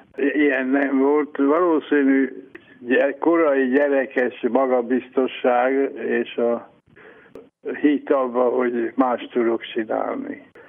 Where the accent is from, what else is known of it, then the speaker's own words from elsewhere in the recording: Iszkáz, Veszprém County, Hungary; born there; Felső Iszkáz, úgy van, hogy 47-ben egyesítették a három Iszkázt. A Iszkáz volt Felső, Közép és Alsó Iszkáz.